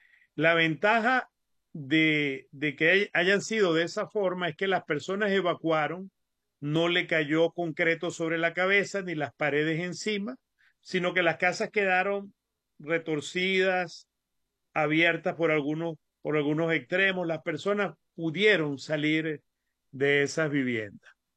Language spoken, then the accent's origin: Spanish; Venezuela